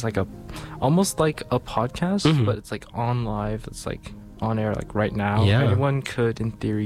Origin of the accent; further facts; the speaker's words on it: San Francisco, California, United States; now in Boston, United States; Oh, no. I'm from San Francisco.